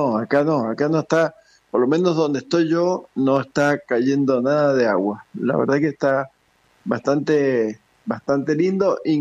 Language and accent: Spanish; Las Heras, Mendoza, Argentina